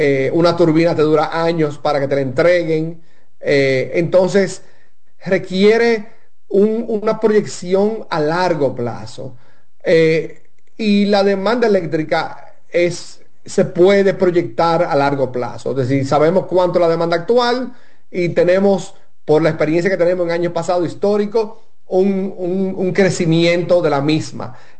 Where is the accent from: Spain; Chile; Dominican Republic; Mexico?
Dominican Republic